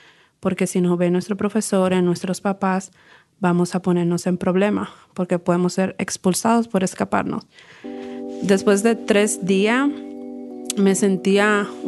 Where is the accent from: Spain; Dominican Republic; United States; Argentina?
Dominican Republic